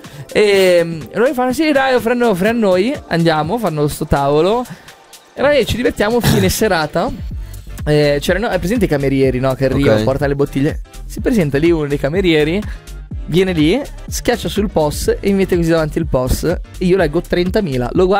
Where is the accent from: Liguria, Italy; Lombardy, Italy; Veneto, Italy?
Liguria, Italy; Genoa; io sono genovese, okay. E si dice che noi genovesi siamo tirchi, braccini corti.